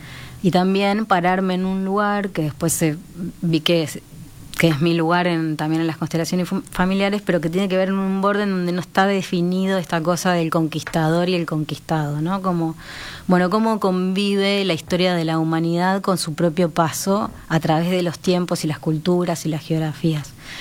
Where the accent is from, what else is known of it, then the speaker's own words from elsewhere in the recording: Bariloche, Río Negro, Argentina; now in Uruguay; Yo me crié básicamente en Bariloche, en mi infancia, y Bariloche tiene una estética muy parecida a de donde viene mi familia, que es eslovena.